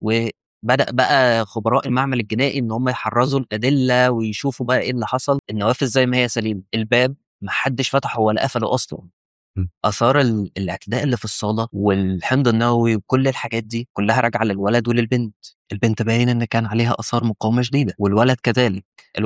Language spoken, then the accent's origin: Arabic; Egypt; بطبيعتنا كمصريين